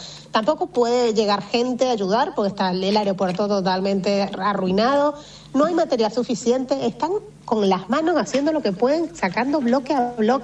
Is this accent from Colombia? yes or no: no; Venezuela